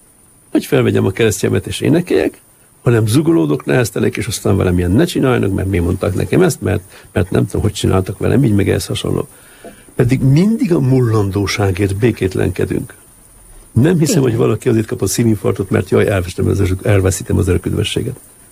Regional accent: Hungary; Nem, én egyedül voltam csak magyar.

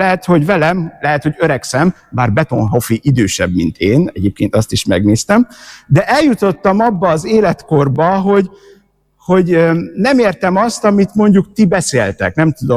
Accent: Debrecen, Hajdú-Bihar, Hungary; moved away as an adult; also born or lived in Rome; now in Debrecen, Hungary; 1993-ban születtem Debrecenben, és ott is nőttem föl. Oda jártam általános és középiskolába

